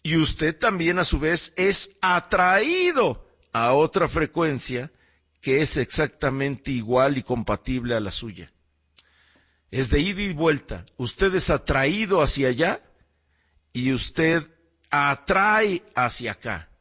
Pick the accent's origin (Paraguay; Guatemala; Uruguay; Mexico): Mexico